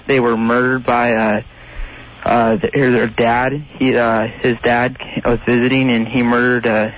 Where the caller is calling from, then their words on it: Dallas, Texas, United States; I'm from Dallas.